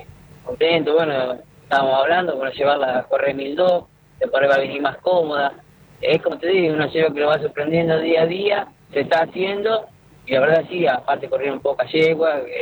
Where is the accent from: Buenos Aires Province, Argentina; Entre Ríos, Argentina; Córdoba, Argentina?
Buenos Aires Province, Argentina; Olavarría; Yo soy de Olavarría, yo trabajo en la zona de Azul